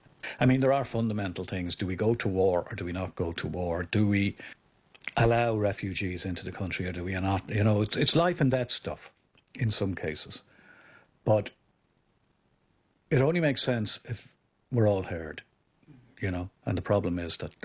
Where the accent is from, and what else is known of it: Ireland